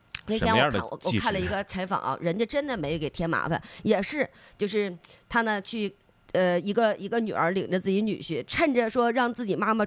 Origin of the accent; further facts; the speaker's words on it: Northeast China, China; 虽然说我们东北这边的蟑螂相对来讲体积比较小，没有说是像人南方的蟑螂